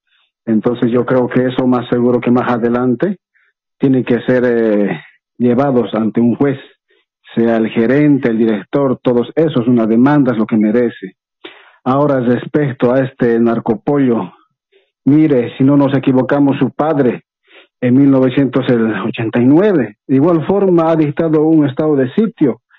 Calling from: Santa Cruz de la Sierra, Santa Cruz, Bolivia; de acá de Santa Cruz.

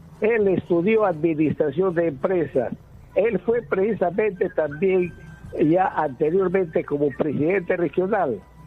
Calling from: Iquitos, Loreto, Peru; Le estoy llamando de Iquitos.

